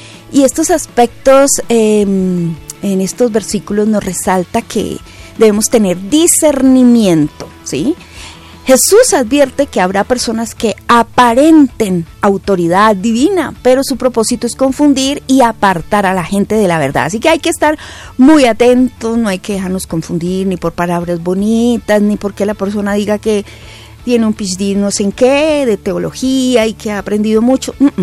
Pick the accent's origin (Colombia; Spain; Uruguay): Colombia; Fusagasugá, Cundinamarca; born there; moved away; desde la bella ciudad jardín, Fusagasugá, mi tierra natal, mi tierra bella